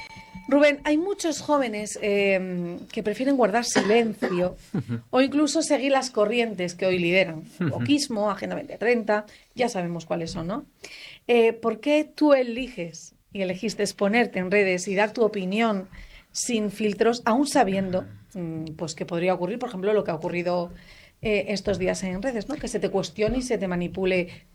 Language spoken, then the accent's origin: Spanish; Spain